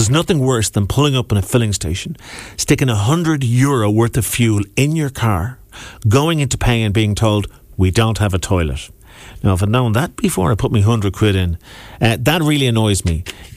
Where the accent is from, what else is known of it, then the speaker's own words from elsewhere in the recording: Ireland; I remember being in America and hearing that song on the radio and having this immense sense of pride being Irish